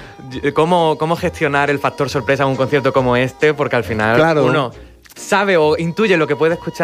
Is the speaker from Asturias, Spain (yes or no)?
no; Málaga, Andalusia, Spain; moved away as an adult; now in Córdoba, Spain; llevaba muy poquitos meses en Córdoba, uh-huh, que la ciudad me ha cogido de maravilla, yo soy malagueño.